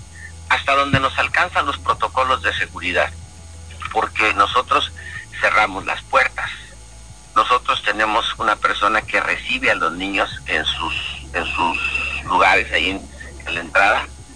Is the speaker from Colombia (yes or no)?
no; Mexico; hemos estado perdiendo los núcleos familiares como mexicanos